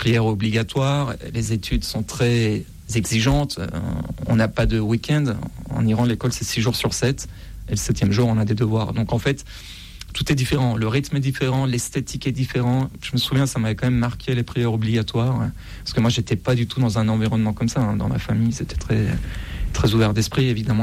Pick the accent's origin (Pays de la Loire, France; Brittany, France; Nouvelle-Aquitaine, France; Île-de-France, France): Brittany, France; Rennes; also born or lived in Tehran; Mais en fait, oui, quand j'avais deux ans, mes parents se sont installés à Rennes, en Bretagne